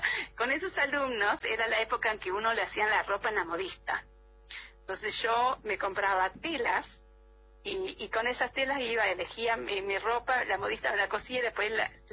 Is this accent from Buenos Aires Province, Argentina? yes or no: yes; Trenque Lauquen, Buenos Aires Province, Argentina; Yo soy de Trenquelauquen, que sí. en la provincia de Buenos Aires, y un pueblito más chiquito que se llama América, Rivadavia.